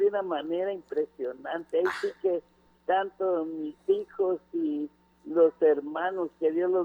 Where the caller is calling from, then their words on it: Guatemala Department, Guatemala; aquí por el frutal está lloviendo bastante.